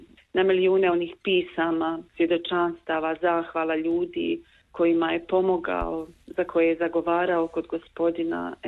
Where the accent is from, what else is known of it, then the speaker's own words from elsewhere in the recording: Gorica-Sovići parish, Federation of Bosnia and Herzegovina, Bosnia & Herzegovina; dolazim iz Župe Gorica Sovići, u toj župi sam odrasla, tu sam se udala, podigla svoju obitelj.